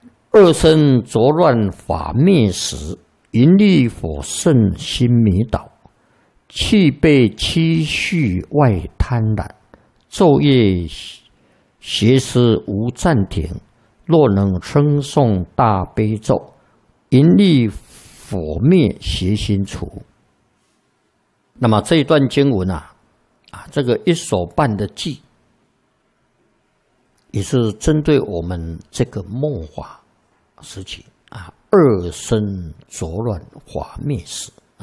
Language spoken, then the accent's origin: Chinese; China